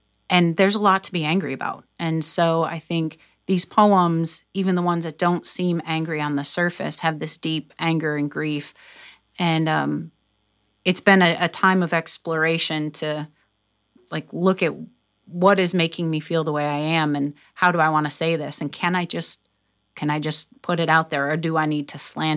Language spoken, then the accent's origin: English; Toledo, Ohio, United States; I'm from Toledo, Ohio, where the Great Black Swamp was.